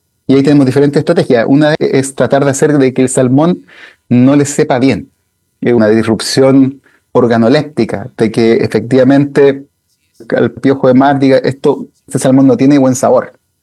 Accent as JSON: {"language": "Spanish", "country": "Chile", "moved": "as an adult", "lives_now": "Hamburg, Germany", "said": "somos los chilenos"}